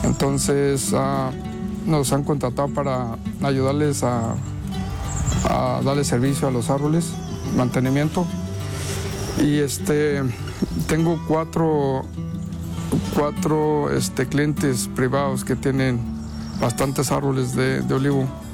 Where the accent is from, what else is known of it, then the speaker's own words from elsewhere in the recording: Los Haro, Zacatecas, Mexico; now in United States; Yo soy originario de Los Haro, Jerez, Zacatecas. Vengo de Los Haros, mis papás me trajeron en 1996.